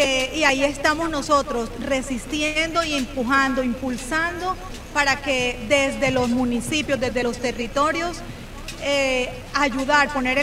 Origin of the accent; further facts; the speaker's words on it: San Juan del Cesar, La Guajira, Colombia; moved away; buenos días a San Juan, buenos días a mi pueblo querido.